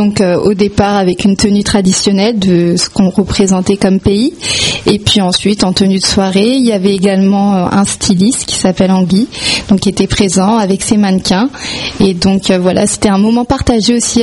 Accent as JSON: {"language": "French", "town": "Deuil-la-Barre", "region": "Île-de-France", "country": "France", "moved": "as an adult", "lives_now": "Enghien-les-Bains, France", "said": "Non, j'ai déménagé, je suis de Deuil-la-Barre, donc j'ai déménagé en..."}